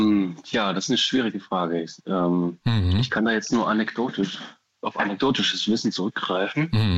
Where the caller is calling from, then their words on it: Halle, Saxony-Anhalt, Germany; Aus Halle, Saale.